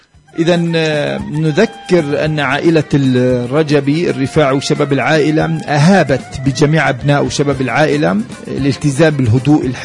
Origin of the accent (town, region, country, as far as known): Palestine